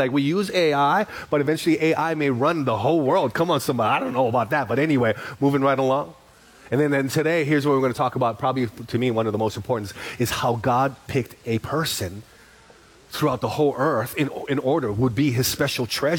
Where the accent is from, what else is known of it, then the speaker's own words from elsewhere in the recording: Honokaa, Hawaii, United States; We grew up on Honokaa on the Big Island, and we would eat there.